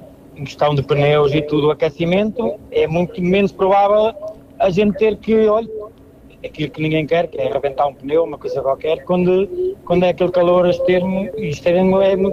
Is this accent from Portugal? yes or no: yes; São Pedro Dias, Centro, Portugal; nasci e fui criado até aos 9 anos, depois é que fui para a minha quinta para a Ponta Moção.